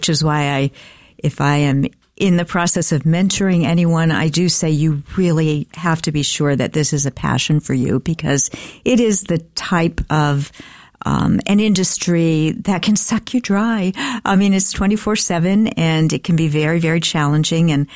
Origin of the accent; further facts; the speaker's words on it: Washington, District of Columbia, United States; moved away as an adult; I grew up in the Washington, D.C. area.